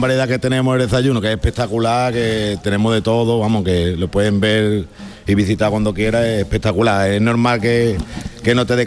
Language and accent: Spanish; Espera, Andalusia, Spain; No, yo soy de un pueblo de Cádiz, de Espera.